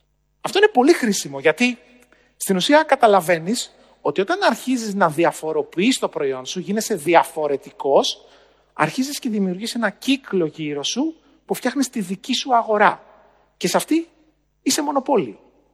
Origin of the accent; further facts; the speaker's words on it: Navariko, Western Greece, Greece; Στο χωριό μου λοιπόν, στο Αγρίνιο, εκεί που μεγάλωσα, στο Ναβαρίκο Ετωλοακαρνανίας, ένα μικρό χωριό που είναι κοντά στο Θέρμο